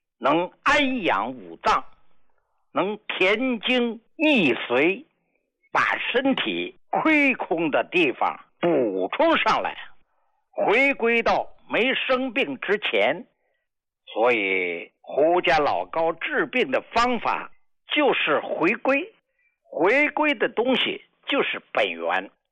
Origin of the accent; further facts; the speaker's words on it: China; 所以作为一个中国人是多自豪的一件事儿。我今年90岁了，